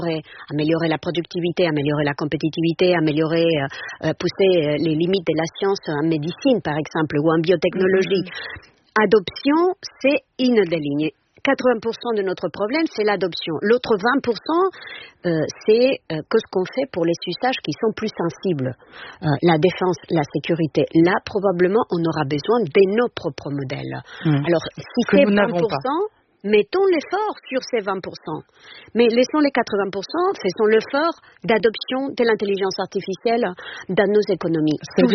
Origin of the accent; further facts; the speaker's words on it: Spain; French is a second language; il y a plus ici en France, il y a plus chez moi en Espagne.